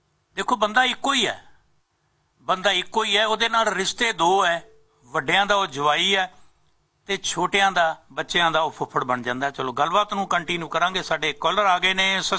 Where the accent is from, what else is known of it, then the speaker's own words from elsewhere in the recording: Faridkot district, Punjab, India; ਮੈਂ ਖੁਦ ਫਰੀਦਕੋਟ ਜ਼ਿਲ੍ਹੇ ਦਾ ਹੀ ਆ